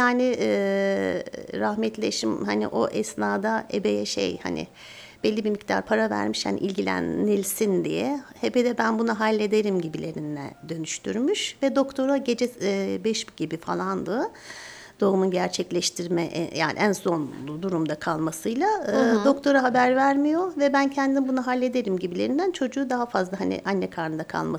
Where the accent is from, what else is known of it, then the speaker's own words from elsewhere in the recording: Osmancık, Çorum, Turkey; moved away as an adult; now in Ankara, Turkey; Çorum Osmancıklıyım. İki tane evladım var. 25 yıldır Ankara'da ikamet etmekteyim.